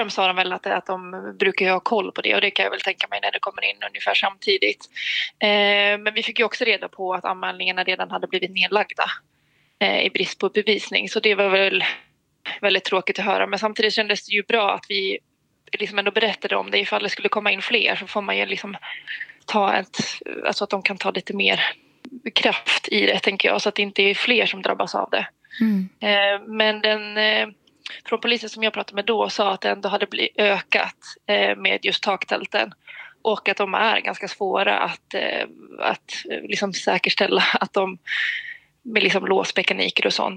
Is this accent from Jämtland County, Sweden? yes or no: yes; Östersund, Jämtland County, Sweden; now in Skövde, Sweden; jag är ju uppvuxen i Östersund men bor i Skövde